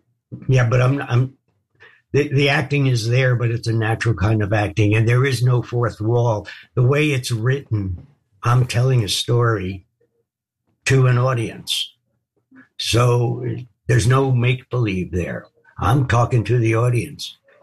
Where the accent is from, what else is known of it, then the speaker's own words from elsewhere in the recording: New York, United States; Growing up in New York, I grew up in New York.